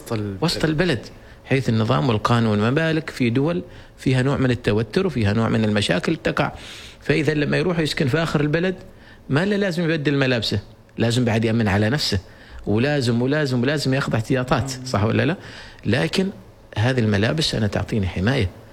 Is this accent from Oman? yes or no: yes; Oman